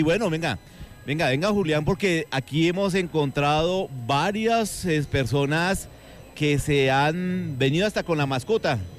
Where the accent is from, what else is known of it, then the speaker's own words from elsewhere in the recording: Sogamoso, Boyacá, Colombia; yo soy de Sogamoso